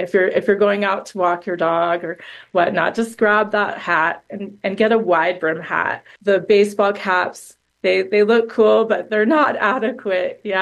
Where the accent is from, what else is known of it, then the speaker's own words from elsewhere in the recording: United States; moved away as an adult; now in Utah, United States; I come from New York, New Jersey area.